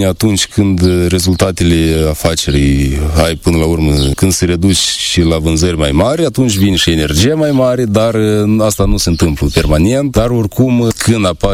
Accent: Moldova

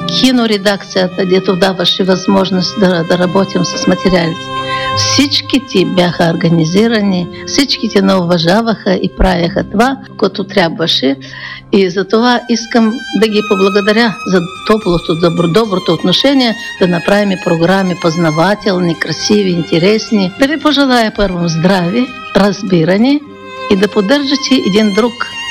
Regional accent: Bolhrad, Odesa Oblast, Ukraine; защото аз съм от Болград, а там ние знаем и български, гагаузски, украински, и руски, и молдавски.

